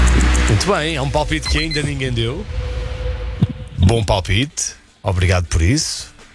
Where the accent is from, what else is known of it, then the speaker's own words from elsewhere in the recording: Vila Nova de Gaia, Norte, Portugal; E eu sou de Gaia. E Gaia é a capital do mundo.